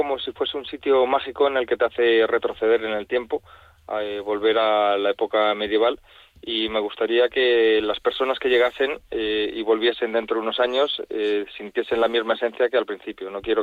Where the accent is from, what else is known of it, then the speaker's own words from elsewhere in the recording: Madrid, Community of Madrid, Spain; now in Urueña, Spain; yo no soy de Valladolid y llevo viviendo en Urueña un mes, entonces tampoco te puedo decir mucho qué es lo que hay. Yo vengo de Madrid